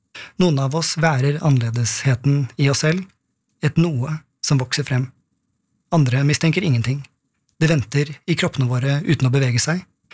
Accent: Oppegård, Akershus, Norway; min opplevelse av å være ung homo i skapet på Oppegård, der jeg vokste opp

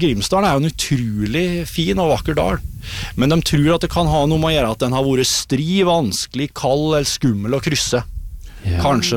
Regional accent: Innlandet, Norway; Jeg vokste opp I Nabodalen, altså Folldalen, som en dal med riksvei med asfalt og bensinstasjon og et par butikker.

